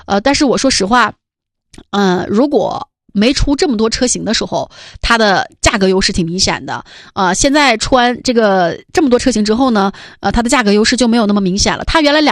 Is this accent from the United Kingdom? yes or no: no; Northeast China, China; 咱们都是东北老乡啊，咱们东北人